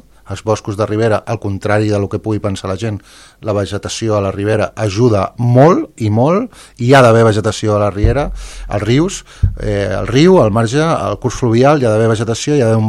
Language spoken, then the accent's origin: Catalan; Calafell, Catalonia, Spain; jo sóc de Calafell, però he treballat molts anys aquí a Cubelles